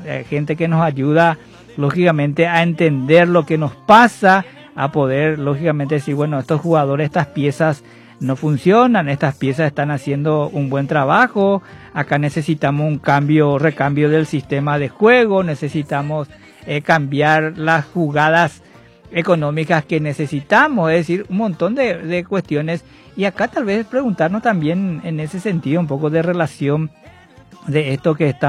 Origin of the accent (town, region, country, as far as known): Paraguay